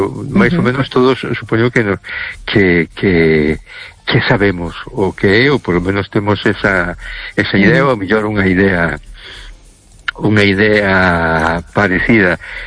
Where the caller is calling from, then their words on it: A Coruña, Galicia, Spain; Hola, boa noite … de Coruña.